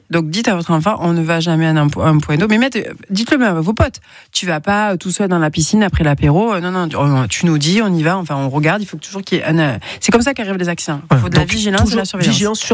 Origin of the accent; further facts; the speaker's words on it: Provence-Alpes-Côte d'Azur, France; C'est ma radio préférée. Et puis, je suis du Vaucluse, donc forcément, c'est normal.